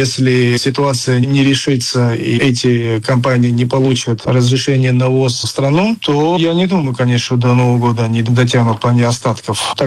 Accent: Moscow, Russia; Я московский грузин. Я столько в этой стране научился

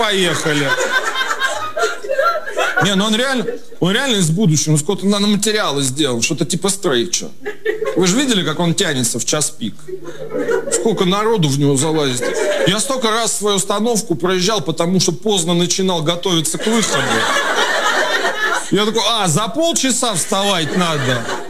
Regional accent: Kursk, Kursk Oblast, Russia; Я из Курска. Часто в него езжу. Курск меняется, мне нравится за этим наблюдать.

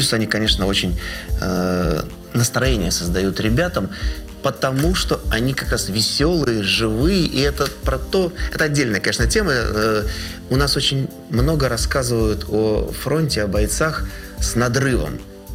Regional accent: Saint Petersburg, Russia; я коренной ленинградец. Папа у меня ребенок блокадного Ленинграда был, бабушка блокаду пережила.

